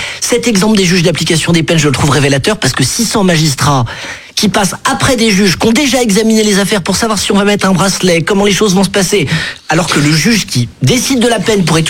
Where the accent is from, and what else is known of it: France